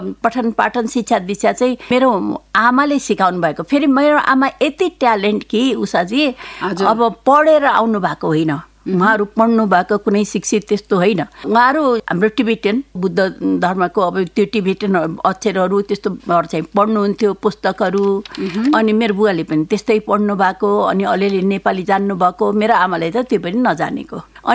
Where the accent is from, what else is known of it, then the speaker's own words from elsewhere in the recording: Kathmandu, Bagmati, Nepal; म काठमाडौँमै जन्मेको, काठमाडौँको महाराजगञ्जमा जन्मेँ हुँ र म 2002 सालको काठमाडौँमै जन्मेको, काठमाडौँमै हुर्केको भन्नु पर्यो। अब म अहिलेसम्म काठमाडौँमै छु, अब त्यहाँभन्दा कतै यताउति गएको छैन, म यहीँ जन्मेको यहीँ छु।